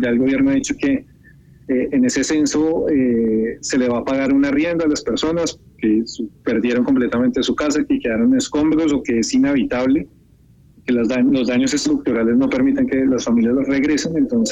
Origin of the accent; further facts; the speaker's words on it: Colombia; como colombianos, independiente de derecha e izquierda, hay que salir a ayudar, a apoyar